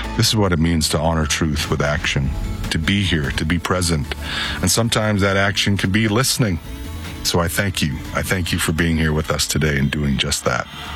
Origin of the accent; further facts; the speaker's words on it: Manitoba, Canada; I come from the Pegwas First Nation. I grew up in a home without running water.